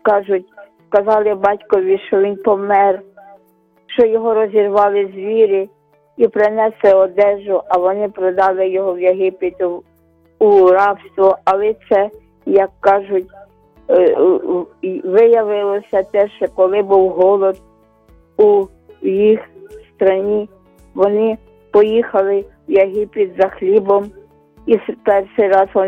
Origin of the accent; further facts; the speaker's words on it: Kyiv, Ukraine; я з Оболоні.